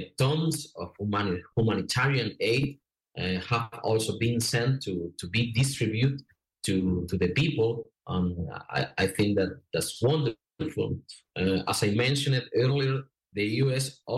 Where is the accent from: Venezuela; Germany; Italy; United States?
Venezuela; English is a second language; I'm from Venezuela. I remind Venezuela, I don't know, 15 years ago, 20 years ago